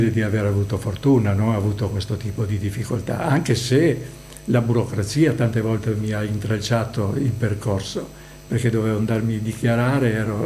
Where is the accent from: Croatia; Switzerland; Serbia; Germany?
Croatia; Buje, Istria County; moved away; also born or lived in Piran; visto che abito a Pirano, a quei tempi abitavo a Pirano, e ha detto, ma lei non è piranese? No, dico, sono di Buie.